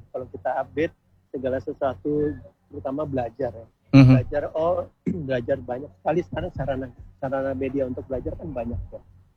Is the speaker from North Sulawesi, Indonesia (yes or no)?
yes; Manado, North Sulawesi, Indonesia; Iya, betul. Kita dari Manado.